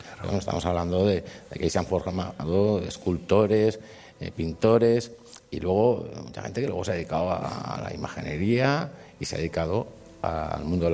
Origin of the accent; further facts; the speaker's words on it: Valencian Community, Spain; pero eso digamos que constituye la base de nuestra idiosincrasia, ¿no?, como valencianos.